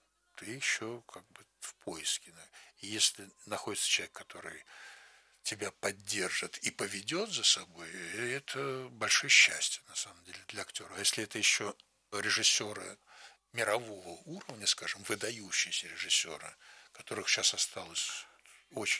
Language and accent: Russian; Saint Petersburg, Russia; born or raised there; moved away as an adult; now in Moscow, Russia